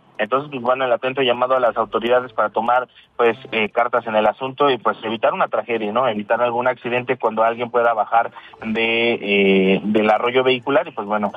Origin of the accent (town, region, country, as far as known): Mexico